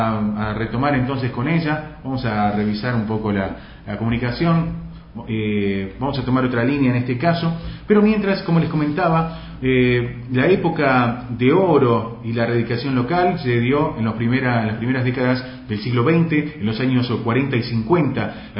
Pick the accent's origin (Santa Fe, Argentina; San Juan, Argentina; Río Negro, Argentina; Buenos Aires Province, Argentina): Río Negro, Argentina; General Roca; nuestra ciudad, General Roca, Río Negro, de donde somos oriundos, en este caso con mis compañeros que luego van a estar de las 10 de la mañana, pero somos del norte de la Patagonia